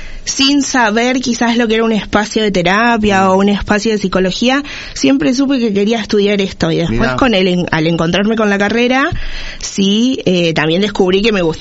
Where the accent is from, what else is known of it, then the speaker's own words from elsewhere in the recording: Punta Alta, Buenos Aires Province, Argentina; Nacida y criada acá toda la vida.